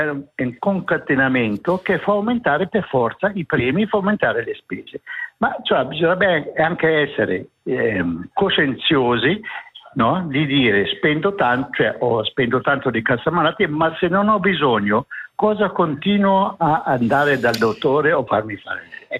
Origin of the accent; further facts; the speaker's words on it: Lugano, Ticino, Switzerland; io sono nato, cresciuto a Lugano, vivo